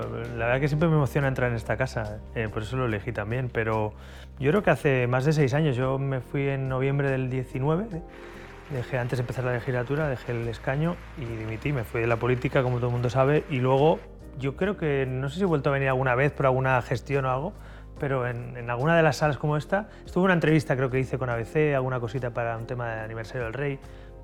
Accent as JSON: {"language": "Spanish", "town": "Barcelona", "region": "Catalonia", "country": "Spain", "moved": "as an adult", "lives_now": "Madrid, Spain", "said": "yo soy de Barcelona, como muchos sabrán. Orgulloso de vivir también en Madrid hace 8 años ya. Me vine, de hecho, por la política y por estar en el Congreso"}